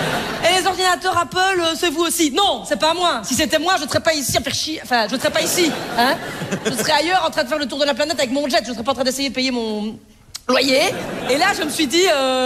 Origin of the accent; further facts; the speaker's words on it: Liège, Wallonia, Belgium; moi, je suis liégeoise. Putain, je viens de Liège quand même.